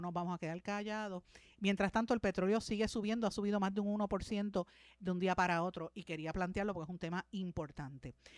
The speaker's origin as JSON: {"language": "Spanish", "country": "Puerto Rico", "said": "A nosotros como puertorriqueños nos afectan."}